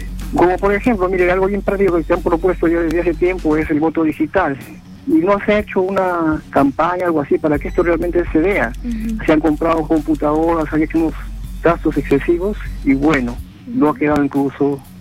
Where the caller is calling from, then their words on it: Lima, Peru; yo les estoy llamando desde Surco